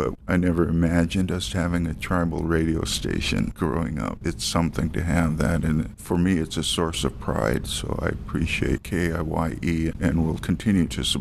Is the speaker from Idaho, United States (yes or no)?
yes; Kamiah, Idaho, United States; I grew up in Kamiai